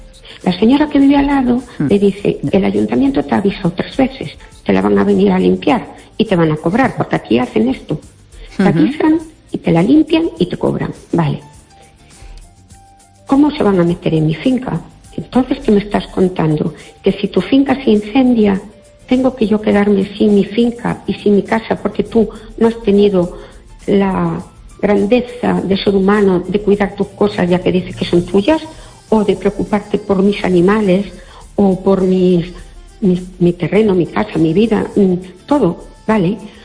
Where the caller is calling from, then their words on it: Fene, Galicia, Spain; Hola, buenas noches.